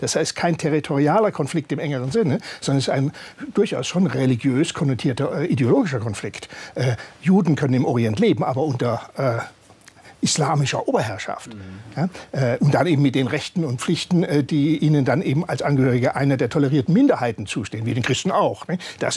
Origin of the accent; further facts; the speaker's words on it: Baden-Württemberg, Germany; Ich komme aus Südbaden und da ist alles sehr badisch und sehr lieb und behäbig.